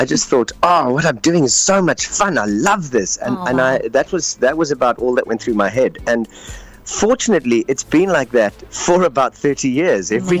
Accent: East London, Eastern Cape, South Africa; I was living in East London, growing up in East London at the time.

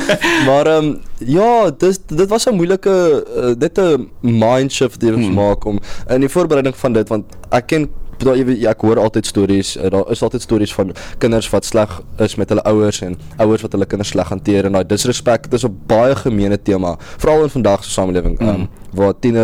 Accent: Western Cape, South Africa; born there; also born or lived in Pretoria; now in Stellenbosch, South Africa; So toe trek ons af in 2014 en van toe af is ek in Beaumont Laerskool gewees.

